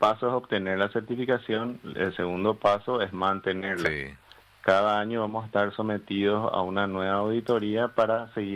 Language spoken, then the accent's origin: Spanish; Paraguay; como paraguayos tenemos que sentirnos muy orgullosos por este logro